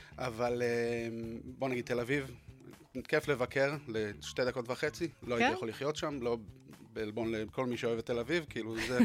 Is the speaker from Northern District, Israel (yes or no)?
yes; Northern District, Israel; moved away; אני גדלתי גם בקיבוץ נורא נורא צעיר, הרבה מהקיבוצים באזור של הנדיר הצבי, שדה אליהו, שהם הוקמו ממש לפני קום המדינה, הרבה לפני קום המדינה.